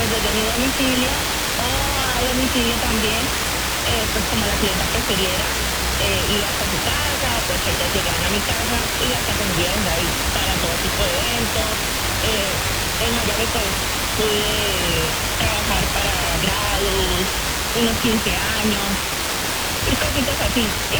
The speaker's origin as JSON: {"language": "Spanish", "region": "Santander", "country": "Colombia", "said": "Santander."}